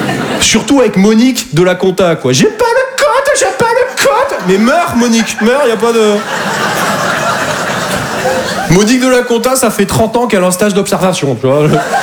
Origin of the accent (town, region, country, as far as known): Toulouse, Occitanie, France; now in Paris, France